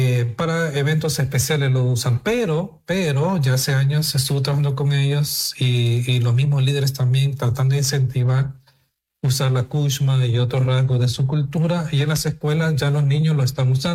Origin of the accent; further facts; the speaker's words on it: El Salvador; En El Salvador, en mi país, en la Iglesia Bautista Miramonte, un saludo allá.